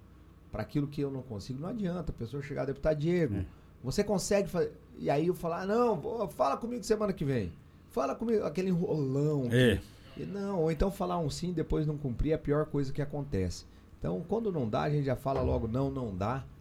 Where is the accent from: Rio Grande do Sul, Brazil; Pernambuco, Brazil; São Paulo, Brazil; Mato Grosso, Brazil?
Mato Grosso, Brazil; como eu sou mato-grossense, tudo que eu tenho está aqui em Mato Grosso, meus dois filhos são mato-grossenses, minha esposa é lá de Colíder, nascida em Colíder.